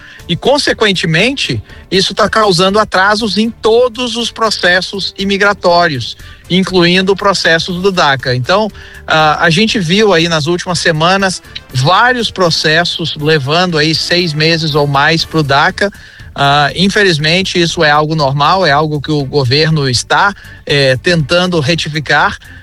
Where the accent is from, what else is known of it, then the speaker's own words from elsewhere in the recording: Taquara, Rio Grande do Sul, Brazil; moved away; Agora eu tô na cidade de Taquara, onde eu me criei. É pertinho de Porto Alegre.